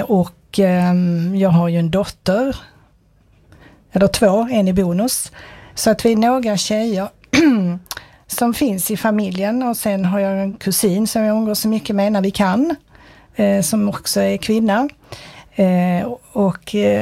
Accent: Sweden; born there; also born or lived in Switzerland; jag kom ju från Schweiz då, på min mammas sida så är min familj därifrån. Så när jag var 5 år då flyttade vi till Sverige på grund av mammas kärlek till sin nya man.

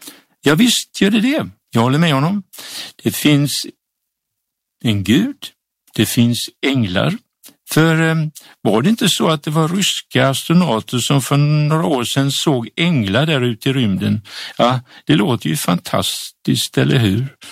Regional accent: Sweden; moved away as an adult; also born or lived in Japan; Men 1986 så var jag hemma i Sverige.

